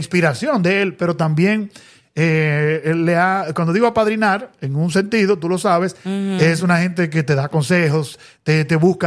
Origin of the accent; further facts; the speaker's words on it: Dominican Republic; Pero como dominicano al fin, estando en tu tierra